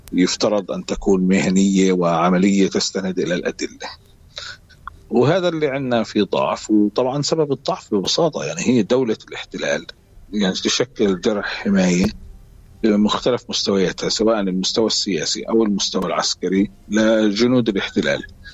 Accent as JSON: {"language": "Arabic", "country": "Palestine", "said": "هناك مسؤولية كبيرة علينا كفلسطينيين"}